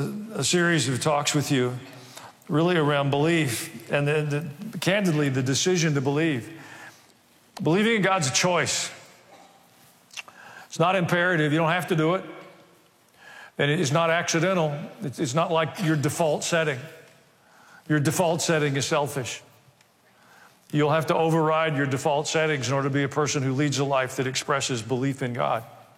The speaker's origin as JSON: {"language": "English", "region": "the South", "country": "United States", "accent": "southern", "said": "People can sit anywhere on the planet that they have access to a cell phone and hear me preach in my southern accent in their language."}